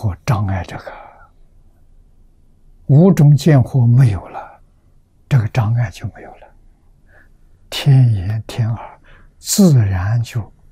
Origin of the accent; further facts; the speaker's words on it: China; 我们中国人